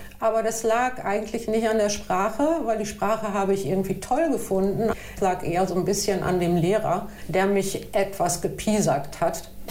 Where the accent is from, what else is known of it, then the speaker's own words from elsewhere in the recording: Bielefeld, North Rhine-Westphalia, Germany; Ja, ich bin in Bielefeld geboren, im Klösterchen, 1964.